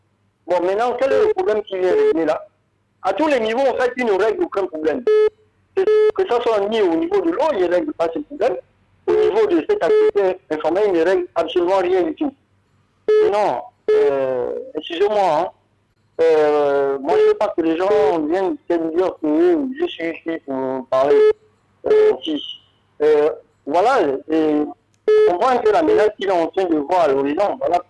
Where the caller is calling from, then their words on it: Gabon; je suis un Gabonais, moi je suis bien un Gabonais